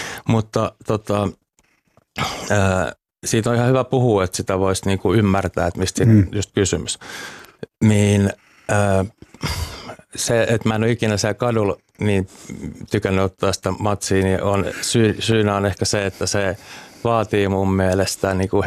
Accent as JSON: {"language": "Finnish", "region": "Uusimaa", "country": "Finland", "said": "Tuossa pääkaupunkiseudulta mä oon kotoisin."}